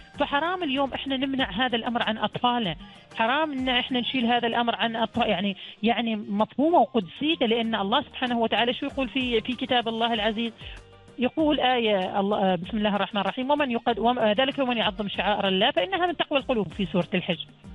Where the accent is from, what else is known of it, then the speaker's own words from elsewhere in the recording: Oman; إحنا كمجتمع عماني